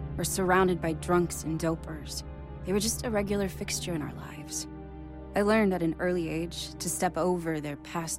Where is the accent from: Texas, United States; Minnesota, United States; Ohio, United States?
Minnesota, United States; Brainerd; I grew up in Minnesota, in Brainerd.